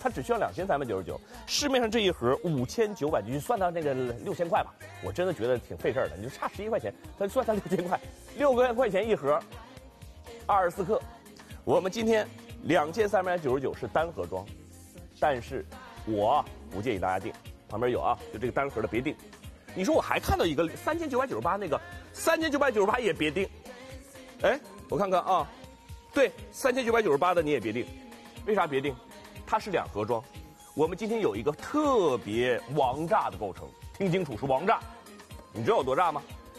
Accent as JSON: {"language": "Chinese", "country": "China", "said": "我们中国人是用中国人历朝历代的老百姓的智慧、身体，已经上千年的尝试出来了、推理出来了。"}